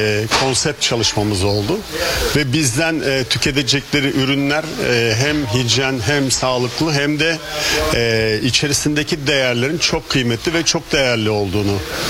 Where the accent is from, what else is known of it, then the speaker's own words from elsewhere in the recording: Aydın, Turkey; born there; Bunu da memleketimiz Aydın'dan başlamak istiyoruz.